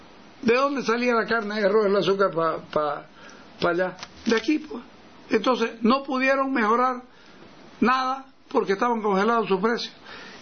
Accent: Santa Cruz, Bolivia; es muy difícil ser boliviano siendo cruceño. Por eso digo, Santa Cruz es mi patria, Bolivia es mi país.

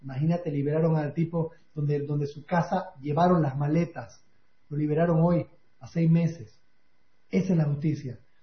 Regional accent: Bolivia

